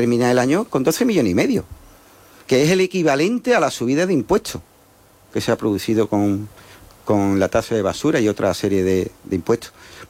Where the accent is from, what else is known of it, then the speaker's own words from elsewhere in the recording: Jerez de la Frontera, Andalusia, Spain; Yo soy jerezano, soy andaluz y soy español.